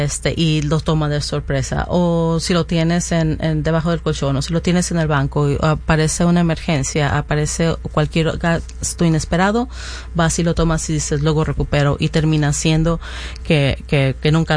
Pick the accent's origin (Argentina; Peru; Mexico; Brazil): Mexico; Mi mamá, yo soy de México, mi mamá es de Michoacán.